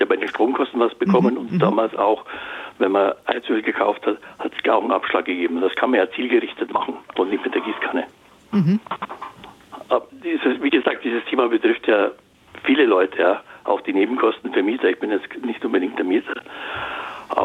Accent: Kolbermoor, Bavaria, Germany; Ich komme aus Kolbermoor in der Nähe von Rosenheim.

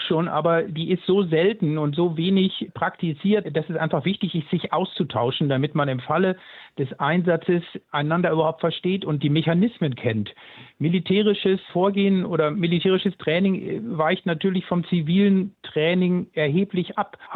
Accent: Würzburg, Bavaria, Germany; Ich bin Würzburger

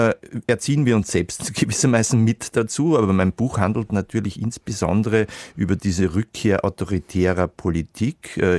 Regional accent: Vienna, Austria; ich bin ja Wiener

